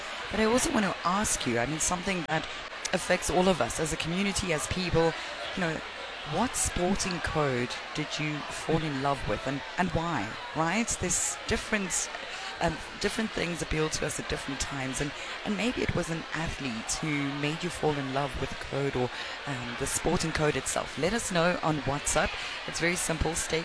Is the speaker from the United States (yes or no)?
no; South Africa